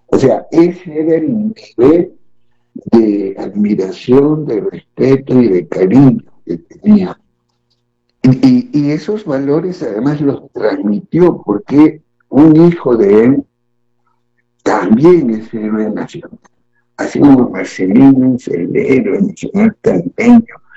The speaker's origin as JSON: {"language": "Spanish", "region": "Tacna", "country": "Peru", "tie": "born there", "said": "Y yo recuerdo, yo a Dios gracias nací en Tacna, pero muy bien me invitaron a y cuando regresé a Tacna a los 20 y tantos años, conocí a unos viejitos sabios y patriotas."}